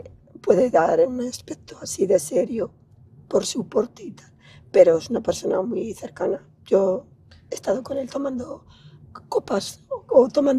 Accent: León, Castile and León, Spain; Somos de la Venatoria de toda la vida, uh-huh. de los de León de toda la vida

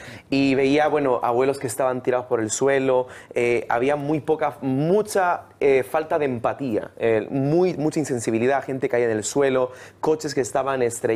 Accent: Getafe, Community of Madrid, Spain; born there; yo nací en Getafe, yo nunca había visto esto en mi vida, este corte

